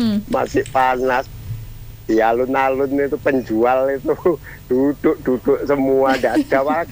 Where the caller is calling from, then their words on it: Nganjuk, East Java, Indonesia; Pulang dari Kulaan ke Sukomoro ini tadi.